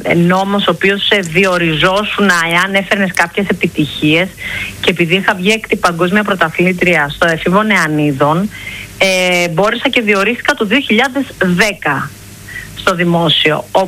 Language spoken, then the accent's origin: Greek; Aigaleo, Attica, Greece; Στην περιοχή που εγώ μεγάλωσα, στο Εγάλιο, είχε πολύ λίγα πράγματα να κάνουμε